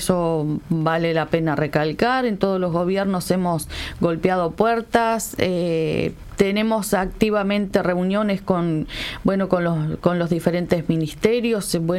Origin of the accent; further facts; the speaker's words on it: Melo, Cerro Largo, Uruguay; now in Montevideo, Uruguay; estar acá en Montevideo. Yo vengo del interior, soy de Melo.